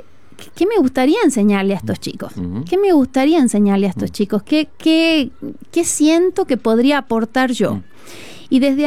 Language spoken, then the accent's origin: Spanish; Argentina; now in Chile; Estela, ahora habla como argentina. Yo tengo un acento ya suavizado, son 20 años ya en Chile